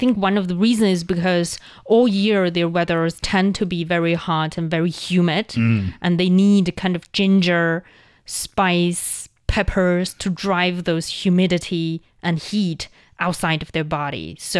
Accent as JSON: {"language": "English", "region": "Inner Mongolia", "country": "China", "tie": "born or raised there", "moved": "yes", "lives_now": "Beijing, China", "said": "I remember growing up in Inner Mongolia, the highest temperature I experienced would be like 35 degrees."}